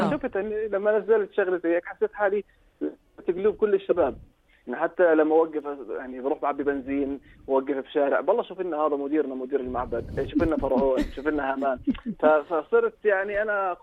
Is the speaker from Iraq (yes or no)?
no; Jordan; أنا أردني